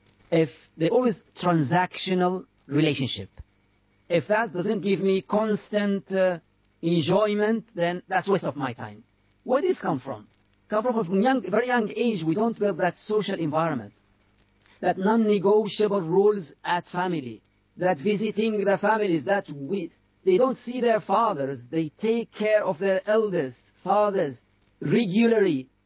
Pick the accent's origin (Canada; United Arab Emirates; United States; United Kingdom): United Arab Emirates; moved away; I grew up in Emirates, not in Mauritania.